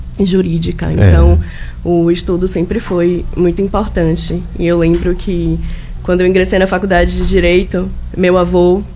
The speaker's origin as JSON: {"language": "Portuguese", "town": "Salvador", "region": "Bahia", "country": "Brazil", "tie": "born or raised there", "said": "Sim, fui criada em Salvador."}